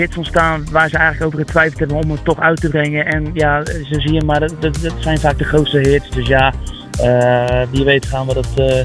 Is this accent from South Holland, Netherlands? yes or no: yes; Schiedam, South Holland, Netherlands; born there; Nou, we hebben de clip eigenlijk in mijn eigen woonplaats opgenomen in Schiedam. Waar ik geboren ben en ik woon daar nog steeds.